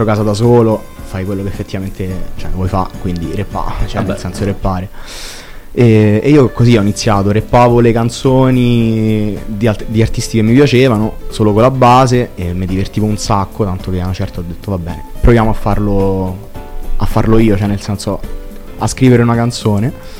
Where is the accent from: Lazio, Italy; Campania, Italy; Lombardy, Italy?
Lazio, Italy; Latina; vengo da Latina, ho 21 anni, quasi 22